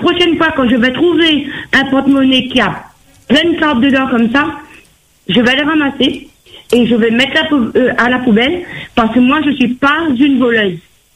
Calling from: Saint-Pierre, Réunion; J'habite sur la Ravine des Cabris.

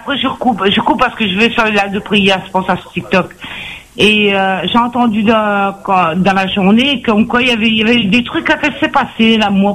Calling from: Hauts-de-France, France; Non, j'habite en Picardie, monsieur. J'aurais aimé être votre frère, mais je suis en Picardie.

